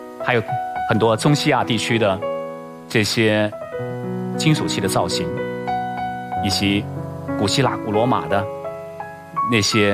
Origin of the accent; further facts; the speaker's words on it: Jingdezhen, Jiangxi, China; 我小时候在这里这个夏天在这里纳凉玩泥巴